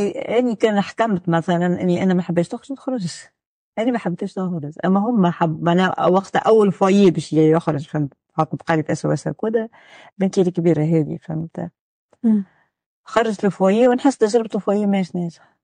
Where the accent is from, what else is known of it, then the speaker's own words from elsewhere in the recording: Tunisia; احنا مجتمع تونسي